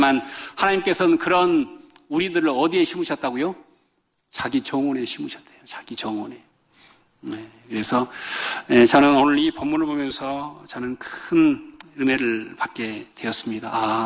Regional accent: South Korea

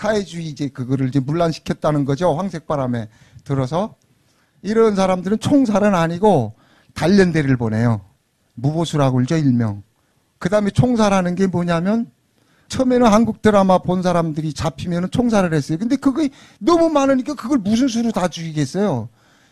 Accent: North Korea; now in South Korea; 제가 우리 탈북자들이 한국에 와서 제일 먼저 듣는 소리가 사랑이거든요.

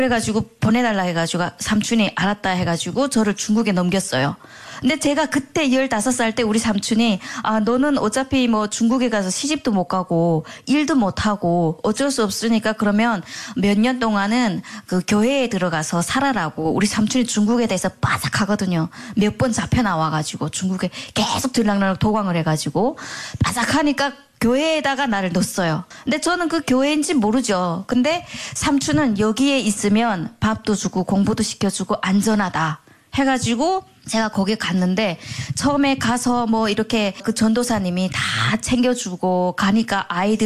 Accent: North Korea; 우리 북한에서 왔고 하니까.

